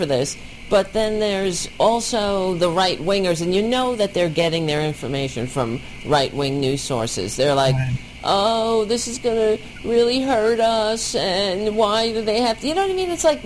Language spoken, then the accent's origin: English; Staten Island, New York, United States; I grew up on Staten Island, and there, you know, take it from me, there's a bunch of racists there.